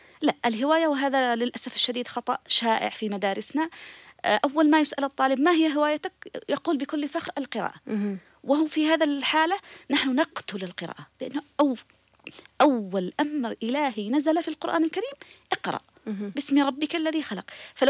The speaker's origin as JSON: {"language": "Arabic", "country": "Yemen", "said": "عندنا في اليمن"}